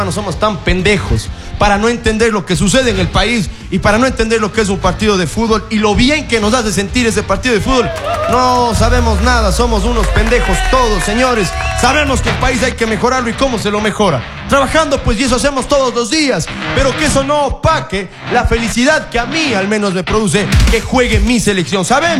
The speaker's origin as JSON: {"language": "Spanish", "country": "Ecuador"}